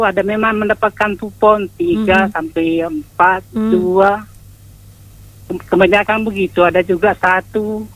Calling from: Indonesia; di Pondre.

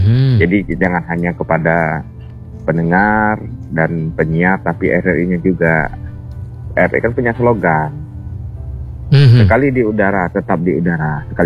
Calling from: Bangka Belitung Islands, Indonesia; sejarah desa kami, yaitu desa Deniang itu.

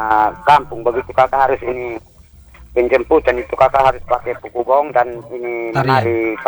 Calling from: East Nusa Tenggara, Indonesia; kita orang Timur ini tetap harus yang kita punya adat istiadat

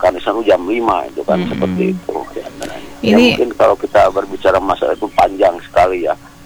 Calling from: West Java, Indonesia; salam sahabatan, salam persaudaraan dari saya dari Jawa Barat. Walaupun beda pulau, beda provinsi, waktu pun juga beda 2 jam

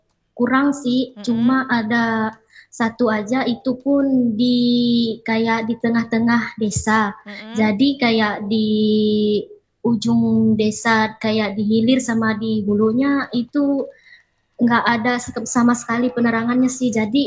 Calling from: Central Kalimantan, Indonesia; di desa kami, khususnya di desa Petak Putih.

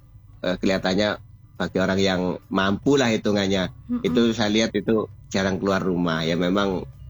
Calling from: Central Kalimantan, Indonesia; Kalimantan Tengah. Mm-mm. Di Kabupaten Barito Utara.

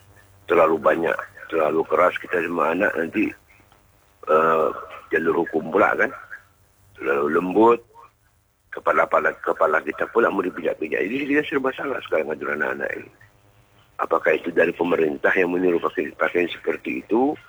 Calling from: Malay, Indonesia; Kita kan Melayu ini kan.

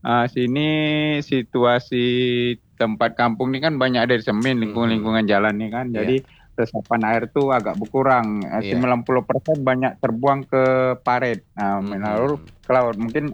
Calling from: Indonesia; di kampung kami nih, Jalan Bali Sulaiman Abdullah Kampung Kolam.

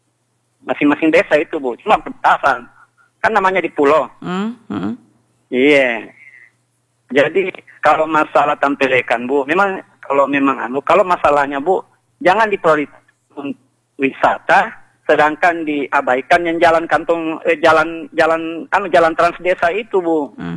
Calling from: Indonesia

